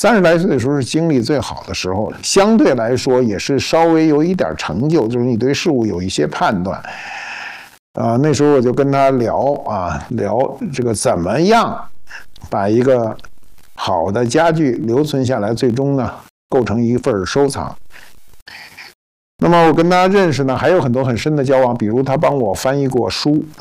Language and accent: Chinese; China; 只是他是一个美国人，我是一个中国人。